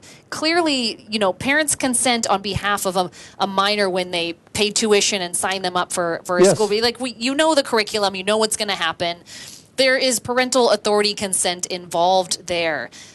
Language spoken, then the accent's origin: English; California, United States; It's infuriating as a parent, as a citizen, as a Californian.